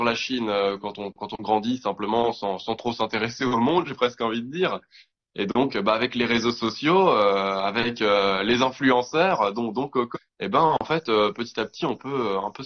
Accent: France; C'est vrai que quand on voit en vrai des immeubles qui font 50, 60 étages quand on vient de France, où un immeuble va rarement faire plus de 12 étages, c'est très impressionnant.

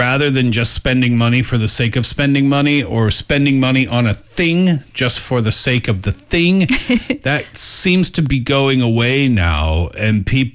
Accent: Canada; maybe it's because I'm Canadian, but we're kind of taught from an early age that you can enjoy any type of weather as long as you're dressed appropriately.

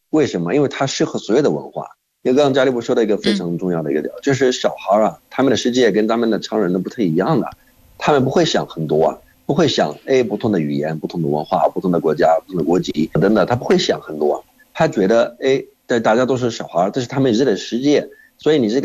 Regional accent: Jordan; Chinese is a second language; 我是来自约旦的

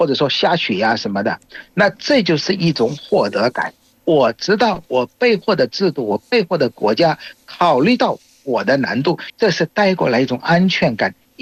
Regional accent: Bangladesh; Chinese is a second language; 大家好，我是来自于孟加拉国的

